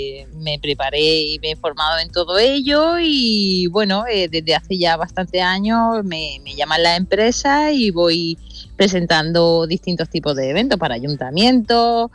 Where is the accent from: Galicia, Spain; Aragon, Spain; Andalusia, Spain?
Andalusia, Spain; Granada; also born or lived in Cádiz; Bueno, hace 6 meses que me mudé aquí. Ya anteriormente estaba en Cádiz, soy de Granada. Y como buena emprendedora siempre ando moviéndome bastante.